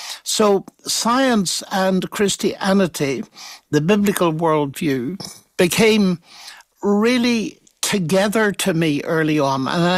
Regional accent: Ireland; It was partly due to my parental attitude growing up in Ireland, which at the time was beginning to be riven by sectarian trouble and so on.

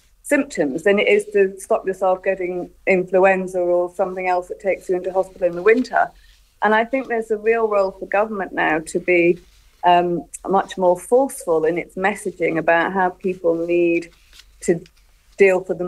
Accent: United Kingdom; But I also think that we're just not used to it as British people to cope with this weather.

